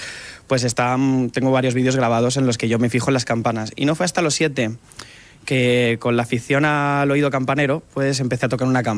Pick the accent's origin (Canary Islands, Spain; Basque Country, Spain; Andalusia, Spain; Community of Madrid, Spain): Community of Madrid, Spain; Fuente el Saz de Jarama; Luego ya conseguí subir al campanario de mi pueblo, en Fuente el Sad, que también es diócesis de Alcalá de Henares y está a unos 20 kilómetros de aquí